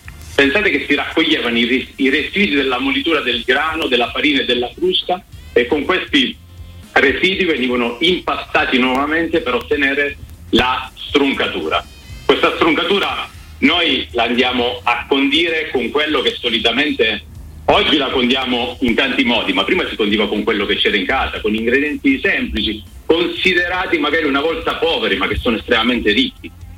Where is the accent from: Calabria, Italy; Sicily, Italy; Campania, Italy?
Calabria, Italy; Gioia Tauro; io sono nato e cresciuto a Gioia Tauro, nella Piana